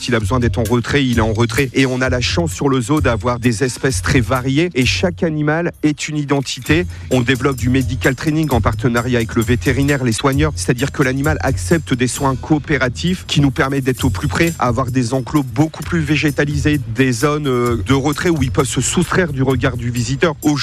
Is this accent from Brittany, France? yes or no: no; Maubeuge, Hauts-de-France, France; born there; Je suis né à Maubeuge, j'ai toujours voulu travailler avec les animaux, la faune sauvage.